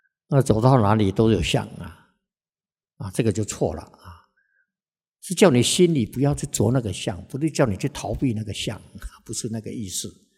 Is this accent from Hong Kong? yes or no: no; Taiwan; 去慈济他是为我们台湾人在修福啊，